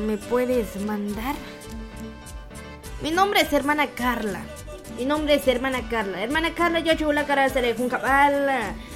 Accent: Poptún, Petén, Guatemala; yo soy de aquí, hermanos, yo soy de aquí, de Poctum.

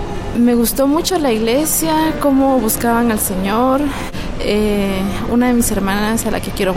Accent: San Lucas Tolimán, Sololá, Guatemala; Actualmente soy de Sololá, San Lucas, Tolimán.

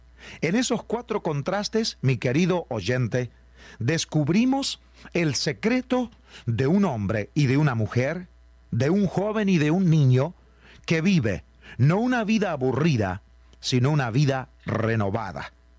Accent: Argentina; cuando yo era niño en la República Argentina

